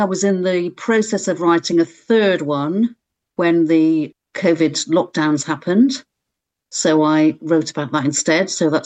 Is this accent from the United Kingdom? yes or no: yes; Bromham, South West England, United Kingdom; now in Leamington Spa, United Kingdom; I grew up in the West Country.